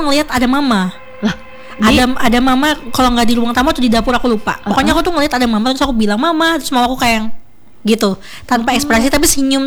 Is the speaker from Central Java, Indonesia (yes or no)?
no; Sampit, Central Kalimantan, Indonesia; moved away; also born or lived in Banjarmasin; karena aku besar di sana, aku lebih ngerasa kampung halamanku tuh di Sampit daripada di Banjarmasin.